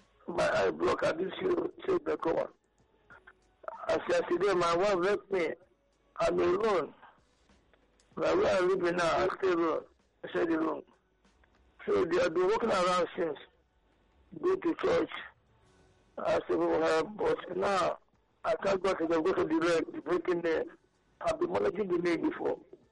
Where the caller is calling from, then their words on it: Iyanera, Lagos, Nigeria; I'm calling from Iyanera, sir.